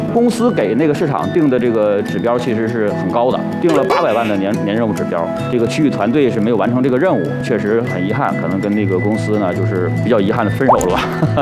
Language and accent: Chinese; Liaoning, China; moved away as an adult; 在大学毕业以前，我是没有出过我们辽宁省的，我是辽宁人嘛，